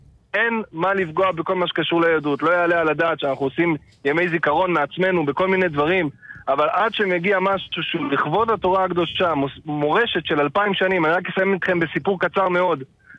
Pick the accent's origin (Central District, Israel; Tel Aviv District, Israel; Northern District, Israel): Tel Aviv District, Israel; Herzliya; moved away as an adult; now in Jerusalem, Israel; אני היום גר בירושלים, אני גדלתי בהרצליה, אני עורך דין במקצועי, חזרתי בתשובה בגיל 28, בישיבת אשריך בירושלים.